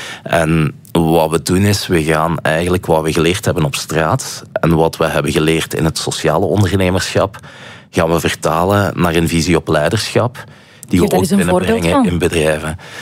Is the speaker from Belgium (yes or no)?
yes; Flanders, Belgium; Ik zeg, soy de Belgica. En hij zegt, een Belg, entonces francofen of flamenco, Vlaming of Waal. En ik zeg, ja, soy flamenco.